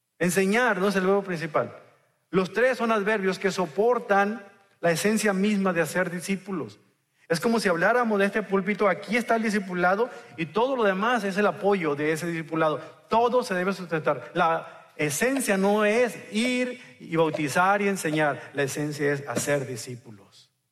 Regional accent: Mexico; De seguro era de mi tierra, porque solamente en México, en mis tierras, desayunamos pescado en la mañana

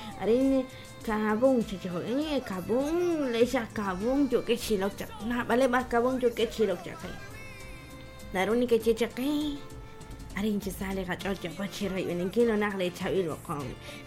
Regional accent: Cobán, Alta Verapaz, Guatemala

